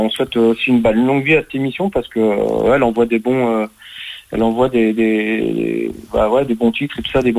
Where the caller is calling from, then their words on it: Brest, Brittany, France; depuis que je suis à Brest, donc presque 20 ans.